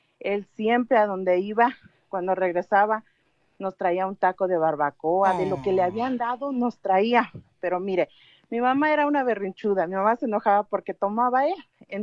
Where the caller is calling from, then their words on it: Denver, Colorado, United States; yo le hablo de Denver, Colorado.